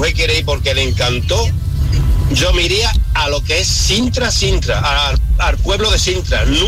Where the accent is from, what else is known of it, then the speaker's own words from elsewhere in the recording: Huelva, Andalusia, Spain; now in Málaga, Spain; Y como vivo en Málaga y soy de Huelva, ¿dónde voy a ir yo de vacaciones?